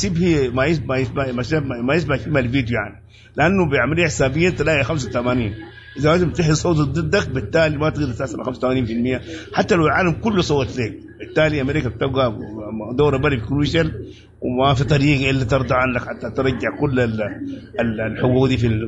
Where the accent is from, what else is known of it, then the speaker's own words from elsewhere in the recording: Sudan; احنا هسه عندنا في السودان